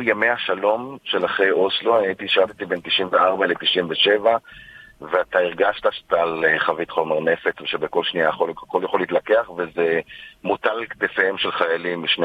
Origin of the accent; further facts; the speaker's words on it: Tel Aviv, Tel Aviv District, Israel; אבל אבא שלי תמיד היה ימני, וגדלתי במרכז תל אביב